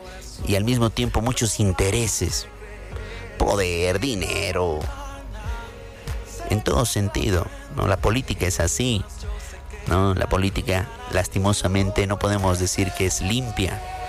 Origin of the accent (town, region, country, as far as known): Bolivia